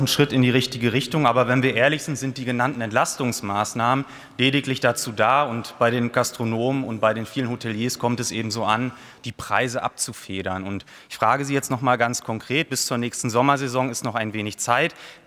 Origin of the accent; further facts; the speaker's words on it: Mecklenburg-Vorpommern, Germany; Urlaubsländer, wie beispielsweise auch Mecklenburg-Vorpommern, ist das besonders bitter. Denn in meiner Heimat leben tausende Menschen vom Tourismus.